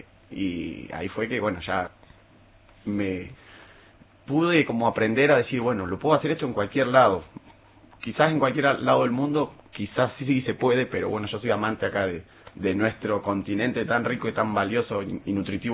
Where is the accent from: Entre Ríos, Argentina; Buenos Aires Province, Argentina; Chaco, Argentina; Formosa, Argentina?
Buenos Aires Province, Argentina; Batán; also born or lived in Mar del Plata; ahí en mi casa, ahí en Batán. Así que prácticamente nacido y criado en Batán.